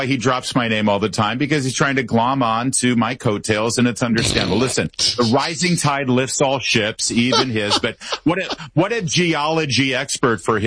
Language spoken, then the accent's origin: English; Michigan, United States; And I'm from Michigan originally, so he's already starting to give me garbage about that.